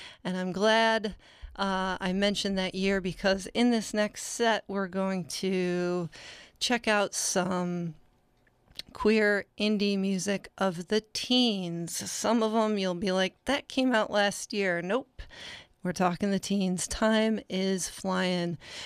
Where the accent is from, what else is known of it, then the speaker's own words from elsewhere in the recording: New York, United States; I wanted to play New York because we're from New York